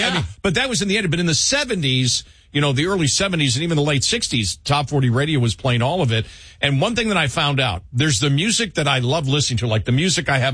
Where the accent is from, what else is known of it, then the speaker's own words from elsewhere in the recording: United States; I grew up on the Canadian border, so a lot of Canadian rock outside